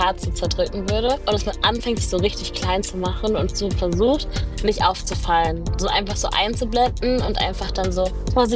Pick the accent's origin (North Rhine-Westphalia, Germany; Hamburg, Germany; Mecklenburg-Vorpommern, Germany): North Rhine-Westphalia, Germany; ich komme aus dem Ruhrgebiet. Ich war noch nie in Kamerun